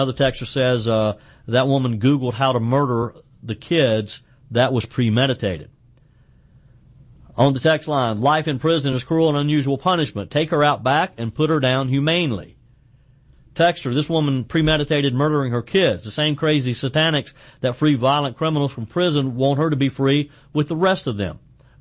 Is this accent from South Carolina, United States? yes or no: yes; South Carolina, United States; Ed is in my home state of South Carolina.